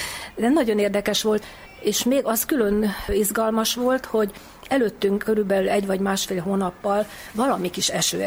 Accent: Budapest, Hungary; born there; Budapesten születtem.

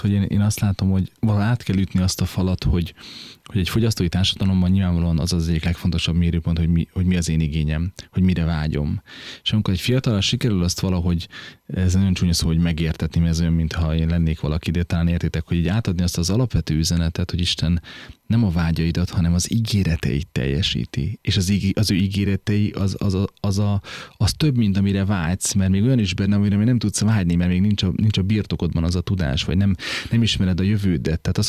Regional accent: Borsod-Abaúj-Zemplén, Hungary; de mondom, én Borsodból jöttem.

